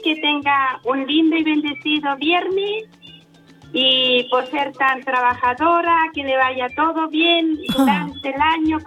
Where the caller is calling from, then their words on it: San Pedro de la Paz, Biobío, Chile; Estoy acá en el Valle de las Piedras, San Pedro La Paz